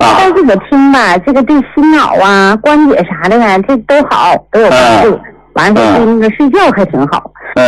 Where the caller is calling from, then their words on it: Shenyang, Liaoning, China; 我是沈阳的，